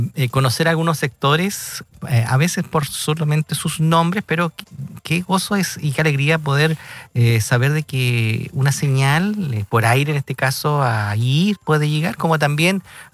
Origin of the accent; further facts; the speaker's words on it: Andacollo, Coquimbo, Chile; soy de Andacoyo, así que muchas bendiciones por escucharlos.